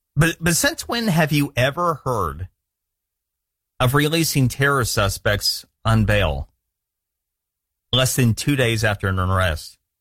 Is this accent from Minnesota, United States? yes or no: no; Florida, United States; than it is, say, in my home state of Florida?